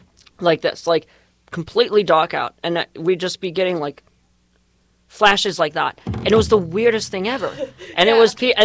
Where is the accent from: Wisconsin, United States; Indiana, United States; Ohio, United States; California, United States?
Indiana, United States; I'm from Indiana.